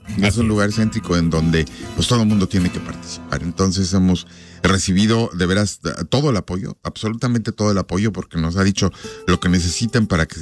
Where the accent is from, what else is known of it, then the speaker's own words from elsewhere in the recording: Mexico; Como mexicanos sabemos que una de las cosas que más nos conmueve